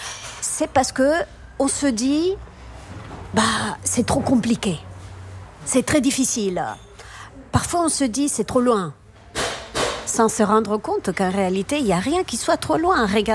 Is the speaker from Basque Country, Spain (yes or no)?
yes; Basque Country, Spain; Oui, fièrement basque.